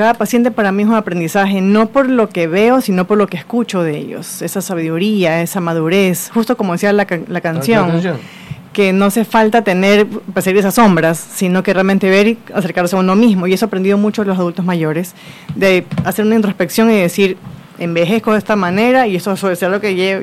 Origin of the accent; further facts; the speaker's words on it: Guayaquil, Guayas, Ecuador; soy médica geriatra, guayaquileña, de padres manavitas